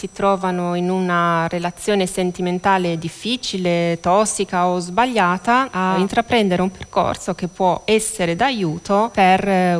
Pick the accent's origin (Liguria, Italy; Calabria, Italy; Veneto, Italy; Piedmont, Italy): Piedmont, Italy; Provincia di Torino.